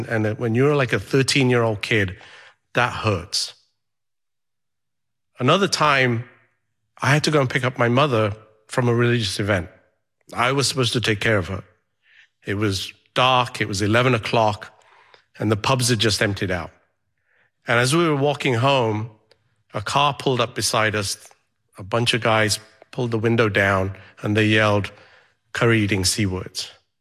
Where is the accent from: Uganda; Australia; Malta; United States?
Uganda; born there; I was born in Uganda in Central East Africa.